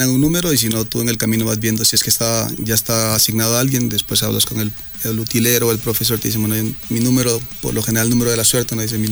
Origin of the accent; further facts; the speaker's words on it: Quinindé, Esmeraldas, Ecuador; yo soy de Quinindé, conozco a Pacho, conozco a Angulo, a Nilsson, son gente del pueblo